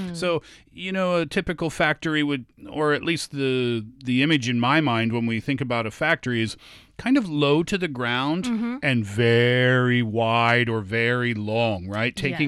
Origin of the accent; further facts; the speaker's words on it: Canada; I'm Canadian.